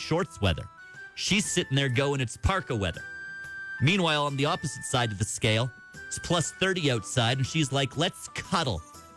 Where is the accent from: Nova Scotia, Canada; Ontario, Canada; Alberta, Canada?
Alberta, Canada; Grimshaw; I was born and raised in Grimshaw, Alberta.